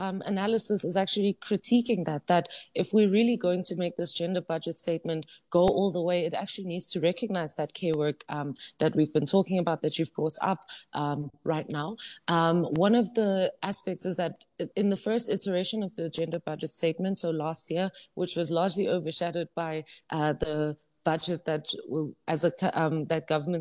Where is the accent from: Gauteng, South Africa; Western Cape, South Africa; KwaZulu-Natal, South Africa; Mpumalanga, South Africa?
Mpumalanga, South Africa; Emalahleni; where I grew up in Emalahleni in Witbank. Yes, it's a coal mining town, and it's well known for that.